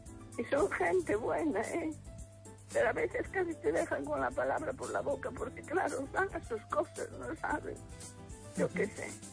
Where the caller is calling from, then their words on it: Ourense, Galicia, Spain; de Orense, cielo.